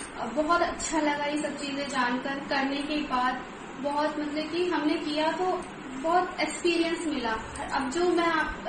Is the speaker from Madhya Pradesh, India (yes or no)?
no; Delhi, India; नमस्कार दोस्तों … और मैं दिल्ली से हूँ।